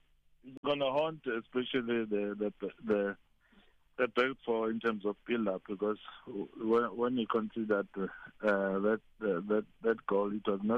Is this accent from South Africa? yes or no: yes; South Africa; our mindset as South African players